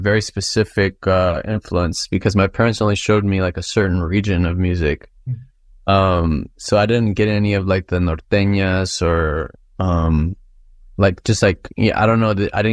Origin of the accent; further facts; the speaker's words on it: United States; I'm from here. I'm American. I was born in America. But, you know, obviously my parents are from Jalisco and, well, they're from Zapopan and Guadalajara.